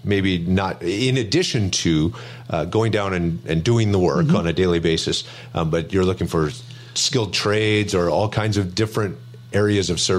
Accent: Regina, Saskatchewan, Canada; moved away; I grew up in Regina

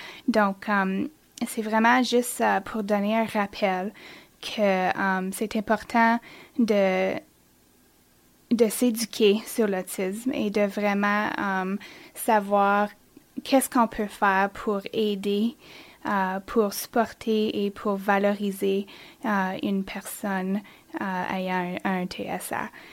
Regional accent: Chapleau, Ontario, Canada; also born or lived in Timmins; now in Thunder Bay, Canada; Je suis née à Timmins, Ontario, mais mes parents habitaient à Chapleau. Une petite communauté bilingue, et j'ai grandi là pour 18 ans.

